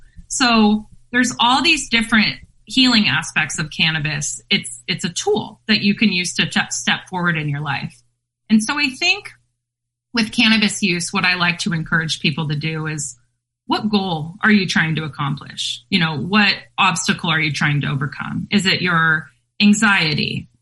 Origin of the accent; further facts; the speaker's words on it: University Place, Washington, United States; my best friend, Shannon, who I grew up with here in Tacoma area, we grew up in University Place. We went to Curtis High School